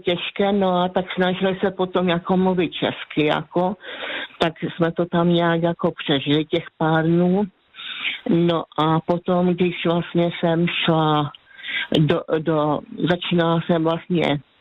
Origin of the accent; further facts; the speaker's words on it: Váh valley, Slovakia; Czech is a second language; now in Czech Republic; No, protože prostě já jsem z Vážska, tam je zase jiná řeči